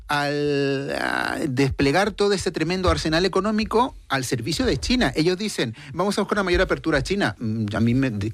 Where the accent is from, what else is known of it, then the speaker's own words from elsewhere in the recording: Valparaíso, Chile; born there; solo decir que hay una ciudad que tiene más cuestas que Vigo y probablemente puede ser Valparaíso, la ciudad donde yo nací.